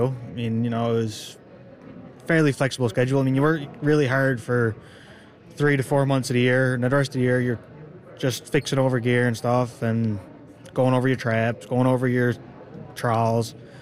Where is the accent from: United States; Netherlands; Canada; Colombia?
Canada; Bennett's Cove, Newfoundland and Labrador; Bennett's Cove, Newfoundland, just on the west coast. 20 minutes outside Cornerbrook.